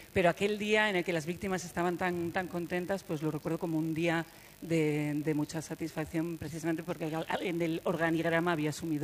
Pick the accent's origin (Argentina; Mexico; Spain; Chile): Spain; Pamplona, Navarre; Yo hago el Hoy por Hoy Santiago, soy de Pamplona y Tengo ahí el Hora 14